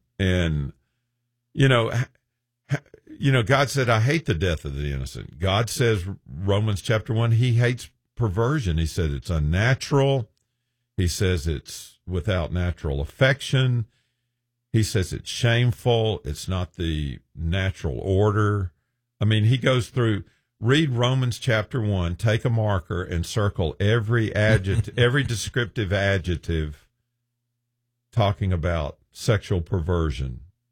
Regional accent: United States; I'm an American, and above that, I'm a Christian.

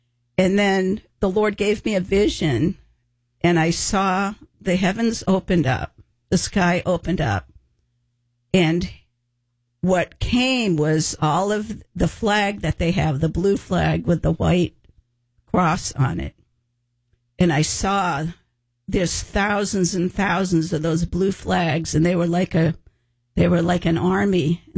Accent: Boston, Massachusetts, United States; moved away; But I'm from the Boston area

